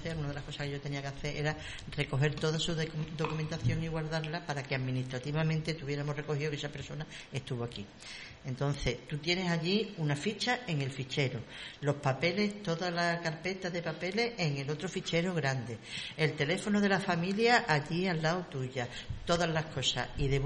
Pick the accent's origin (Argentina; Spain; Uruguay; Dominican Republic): Spain; Cádiz, Andalusia; born there; now in Sanlúcar de Barrameda, Spain; Yo nací en Cádiz.